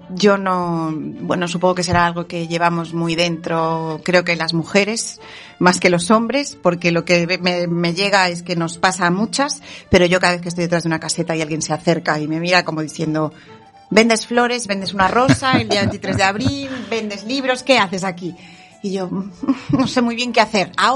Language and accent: Spanish; Ourense, Galicia, Spain; yo soy de Orense